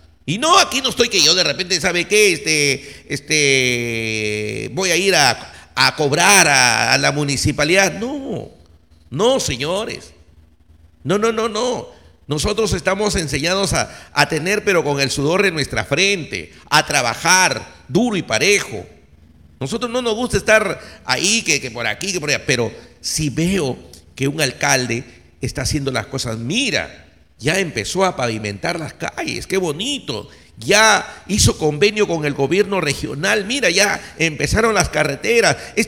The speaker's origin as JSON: {"language": "Spanish", "town": "Olmos", "region": "Lambayeque", "country": "Peru", "said": "¿eso significa que yo quiero a mi pueblo de Olmos?"}